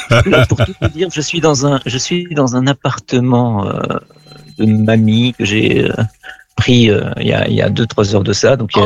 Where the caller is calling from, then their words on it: Meaux, Île-de-France, France; j'habite à Meaux, en région parisienne.